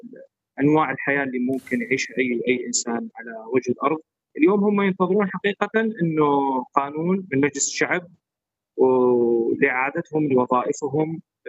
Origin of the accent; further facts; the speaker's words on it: Syria; عندنا في سوريا